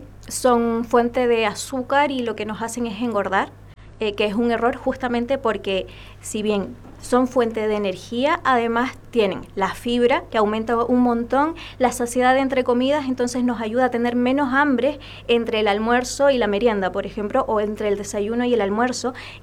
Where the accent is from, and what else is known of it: Chile